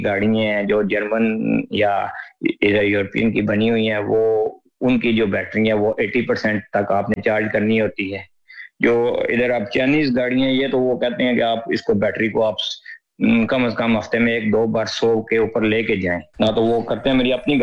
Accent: Pakistan; moved away; ہم پاکستانی ہیں

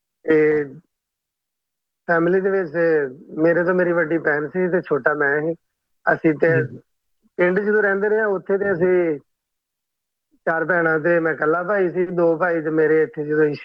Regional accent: Shakargarh, Punjab, Pakistan; now in Muscat, Oman; ਮੈਂ ਚੱਕਰਗੜ੍ਹ ਤੋਂ ਬਿਲੋਂਗ ਕਰਨਾ, ਸਰਹੱਦੀ ਏਰੀਆ ਬਾਰਡਰ ਲਾਈਨ ਤੋਂ ਬਿਲਕੁਲ ਜ਼ੀਰੋ ਲਾਈਨ ਤੇ, ਜਲਾਲਾ ਸ਼ਰੀਫ ਪਿੰਡ ਦਾ ਨਾਂ ਹੈ

